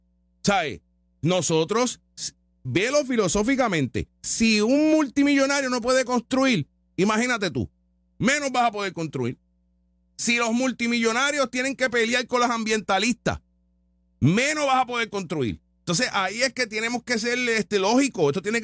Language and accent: Spanish; Puerto Rico; Yo como puertorriqueño, ¿cómo me vas a quitar en la motivación de trabajar?